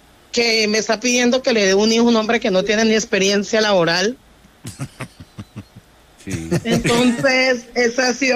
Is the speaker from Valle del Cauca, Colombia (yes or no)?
no; Chocó, Colombia; pues yo soy, digamos que aprovechando la jerga chocuana, pues yo soy chocuana orgullosamente.